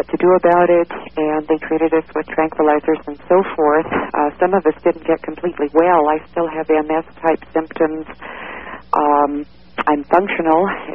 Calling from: Oregon, United States

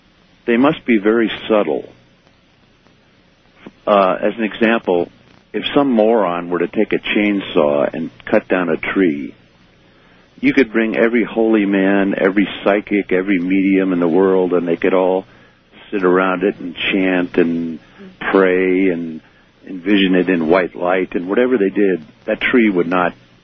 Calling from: California, United States; I'm calling from Northern California.

